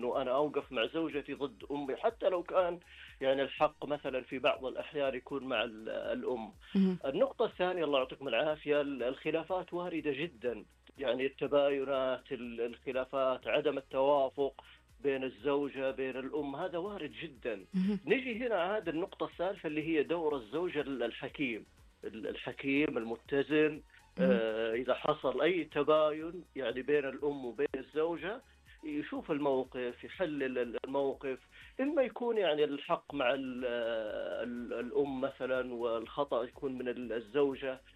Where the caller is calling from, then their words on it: Medina, Medina Province, Saudi Arabia; من جامعه الطيبه بالمدينه المنوره